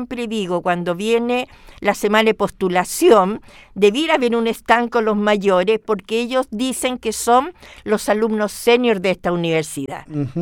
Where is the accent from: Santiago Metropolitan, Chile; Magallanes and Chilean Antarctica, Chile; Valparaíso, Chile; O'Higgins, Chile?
Valparaíso, Chile; yo soy de Valparaíso y nosotros no andamos apurados en Valparaíso como andan los santiaguinos, que me costó entender cuando empecé a venir a Santiago a trabajar